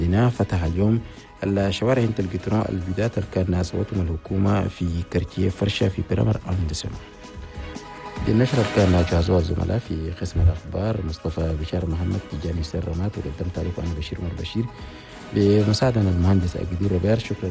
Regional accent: Chad; أعزائي المستمعين الساعة 7:29 في استديو راديو تشاد نفس الساعة في كثير من الأقاليم هنا بلدنا تشاد.

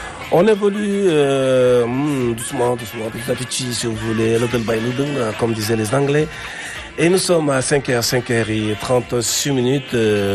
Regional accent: Chad; Et ce mon bled, c'est le Tchad, bien sûr, c'est notre pays.

